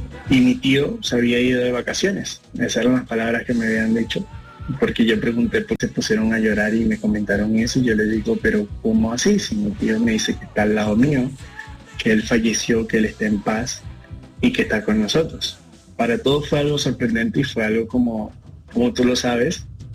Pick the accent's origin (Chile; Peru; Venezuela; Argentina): Venezuela; yo soy un joven de 21 años, soy venezolano, ¿vale?